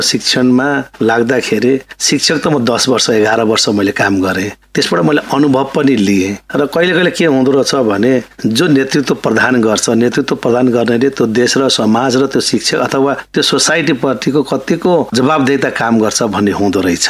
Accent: Taplejung, Koshi Province, Nepal; moved away as an adult; also born or lived in Ilam; now in Lalitpur, Nepal; म ताप्लेजुङको पनि असाध्यै दुर्गम गाउँ फ्रुम्बु भन्छौँ, यो झनै झनै 2-3 कोस बजारबाट टाढा पर्छ। र मेरो गाउँमा चाहिँ मावि स्कुल थिएन, म पढ्दाखेरि 7 कक्षासम्मको विद्यालय थियो।

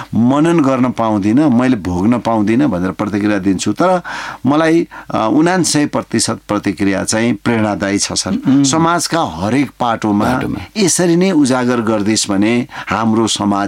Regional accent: Itahari, Koshi Province, Nepal; born there; also born or lived in Hedangna; म यो परिवेशमा हुर्किएको हुँ यसरी, होइन हेदाङनादेखि म जुन इटहरी आसपासमा बसेँ आएर हुर्किएँ

